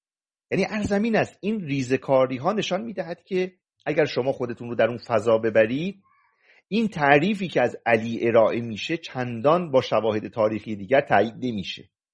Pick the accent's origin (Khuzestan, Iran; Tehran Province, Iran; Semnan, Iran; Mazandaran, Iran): Mazandaran, Iran